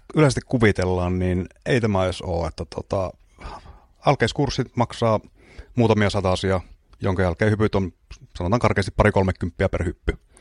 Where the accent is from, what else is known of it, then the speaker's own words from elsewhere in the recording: Oulu, North Ostrobothnia, Finland; Mä oon oululainen valokuvaaja ja laskuvarjohyppääjä.